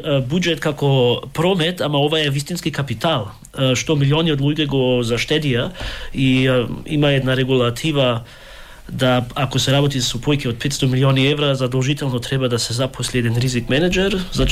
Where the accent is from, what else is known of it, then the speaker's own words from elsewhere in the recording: Germany; also born or lived in England; јас сум роден во Германија, таму и ден денеска живеам, цел живот, кариерата таму си ја изградив, во Англија завршив, магистрирав, никогаш не сум живеел и работел во Македонија.